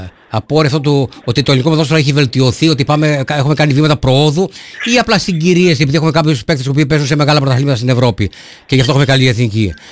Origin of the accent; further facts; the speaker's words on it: Patras, Western Greece, Greece; Και έρχεσαι για καλό λόγο στην Πάτρα, στα μέρη μας, στην πατρίδα σου.